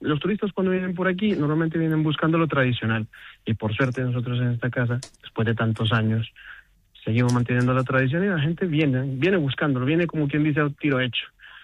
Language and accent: Spanish; Colombia; moved away as an adult; now in Ourense, Spain; yo soy colombiano, pero llevo aquí en Orense 20 años.